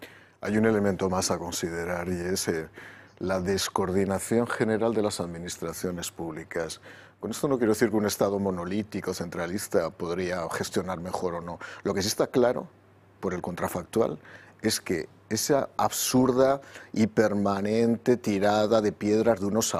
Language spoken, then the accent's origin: Spanish; Spain; como somos los españoles